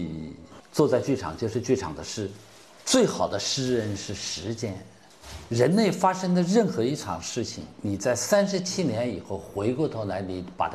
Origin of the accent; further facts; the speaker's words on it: Nanjing, Jiangsu, China; 又作为一个南京人